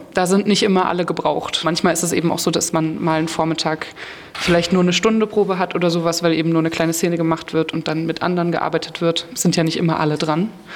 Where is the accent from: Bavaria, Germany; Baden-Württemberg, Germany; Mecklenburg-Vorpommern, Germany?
Mecklenburg-Vorpommern, Germany; Neustrelitz; Ja, ich habe hier in Rostock schon studiert an der HMT und ich komme aus Neustrelitz.